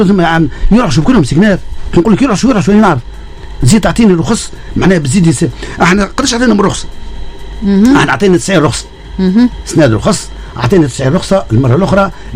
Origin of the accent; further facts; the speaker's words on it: Tunisia; عندنا في تونس